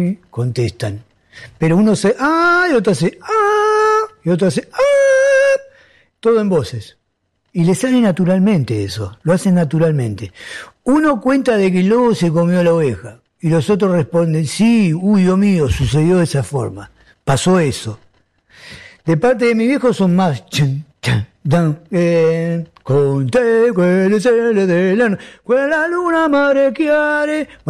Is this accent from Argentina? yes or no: yes; Argentina; born there; De mi familia, que somos familia italiana. Yo soy nacido acá en Argentina, primera generación, nacido de los emigrantes, ¿no? Que llegaron. Tanto de parte de mis padres como de mi madre, imagínate que son napolitanos.